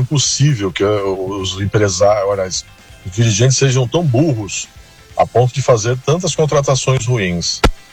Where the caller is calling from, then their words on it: Santos, São Paulo, Brazil; de Santos.